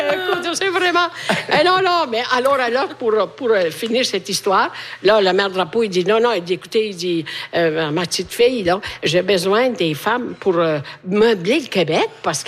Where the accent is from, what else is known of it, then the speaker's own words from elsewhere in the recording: Italy; French is a second language; now in Canada; Chez nous, en Italie, il fait chaud.